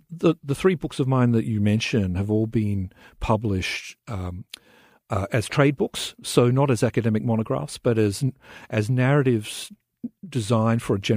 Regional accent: Australia; accent: Australian; moved away as an adult; also born or lived in Melbourne, Australia / New York, United States; you probably tell from my accent that I'm from Australia. I'd lived in Melbourne and then subsequently did my graduate study in New York

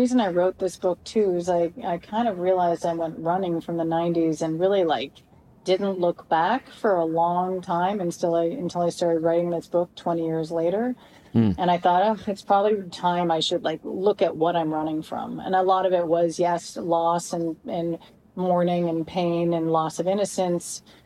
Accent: Canada; My parents, I was raised in Canada, fully indoctrinated to doubt everything in the U.S.

